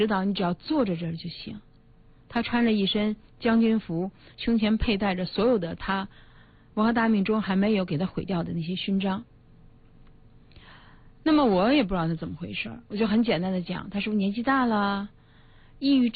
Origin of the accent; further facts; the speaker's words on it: Beijing, China; 因为我北京人，北京生，北京长。